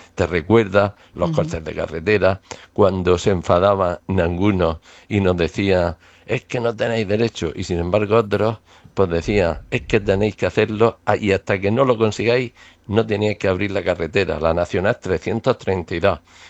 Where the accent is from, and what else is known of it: Pilar de la Horadada, Valencian Community, Spain